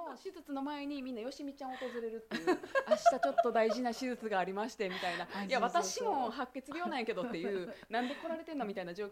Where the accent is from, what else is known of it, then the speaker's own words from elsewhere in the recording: Osaka, Japan; 私も大阪ですけど出身、